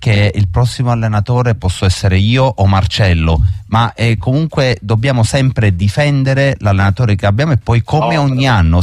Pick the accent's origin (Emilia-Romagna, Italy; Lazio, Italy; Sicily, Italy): Sicily, Italy; Palermo; moved away